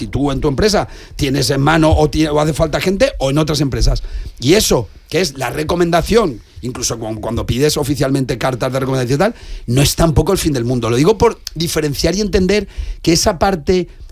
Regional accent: Spain; yo quiero ser más fiel a mis orígenes como español

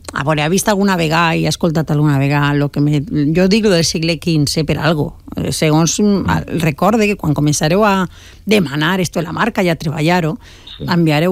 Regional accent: Valencian Community, Spain; jo li dic perquè jo sóc de l'Horta i en les falles sí que li tirem mà.

